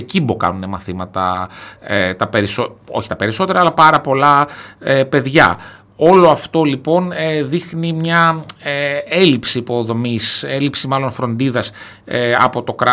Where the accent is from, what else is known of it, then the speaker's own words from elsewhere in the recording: Thessaloniki, Central Macedonia, Greece; also born or lived in Kilkis; ως ένας άνθρωπος που έχω μεγαλώσει στη Θεσσαλονίκη, έχω ζήσει στο Ελευθέριο Κορδελιό, έχω τελειώσει εκεί το σχολείο